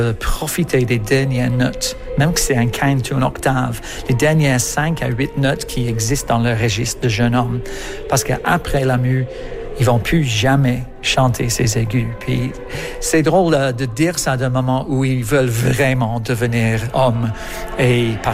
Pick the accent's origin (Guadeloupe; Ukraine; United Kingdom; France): United Kingdom; England; now in Montreal, Canada; Je suis anglais de l'Angleterre. Puis j'étais petit chanteur dans une des cathédrales au nord de l'Angleterre, jeune.